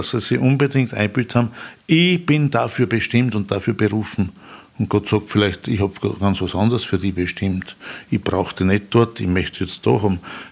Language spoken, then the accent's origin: German; Upper Austria, Austria; Wir haben da eher Ebene, aber wenn ich in meine Heimat fahre, da fängt dann der Kobernaußerwald an und so, da wird schon sehr hügelig und waldig.